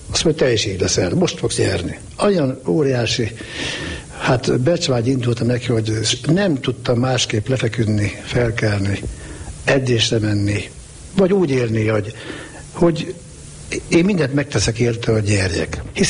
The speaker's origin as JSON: {"language": "Hungarian", "country": "Hungary", "said": "magyar ember vagyok."}